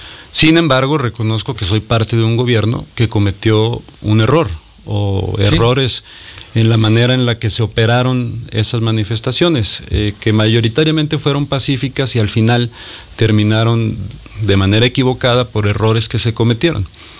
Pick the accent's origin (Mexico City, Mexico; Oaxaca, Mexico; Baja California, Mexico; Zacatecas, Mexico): Zacatecas, Mexico; después de 18 años de estar fuera de Zacatecas, de regresar a mi tierra, de regresar a donde están mis papás, a donde están mis hermanos.